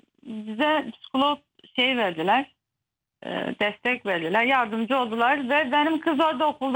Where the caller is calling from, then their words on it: Gaziantep, Turkey; Gaziantep'ten arıyorum.